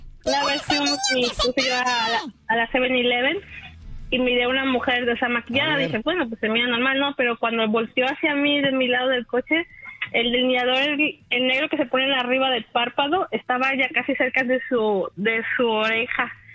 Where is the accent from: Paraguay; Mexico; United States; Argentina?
Mexico; Mexico City; born or raised there